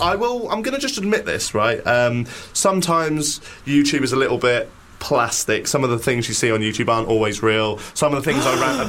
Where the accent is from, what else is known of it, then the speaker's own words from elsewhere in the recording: United Kingdom; I'm so British.